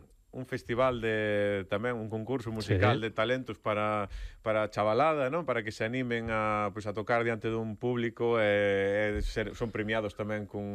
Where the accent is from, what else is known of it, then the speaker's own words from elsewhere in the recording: Galicia, Spain; pero vendes do, da miña terra, do Valde Barcala.